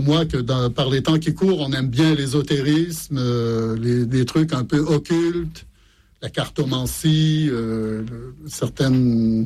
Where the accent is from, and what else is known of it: Montreal, Quebec, Canada; born or raised there; moved away as an adult; now in France